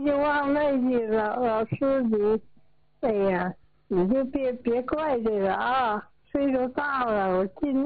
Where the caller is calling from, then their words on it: Changchun, Jilin, China; 嗯，我是长春的。